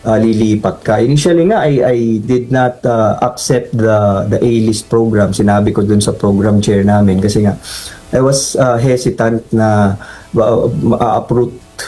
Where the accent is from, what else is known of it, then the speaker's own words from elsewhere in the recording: Eastern Visayas, Philippines; moved away as an adult; now in Manila, Philippines; galing kami sa Leyting, and all of a sudden parang mag-migrate kami kumbaga to Manila.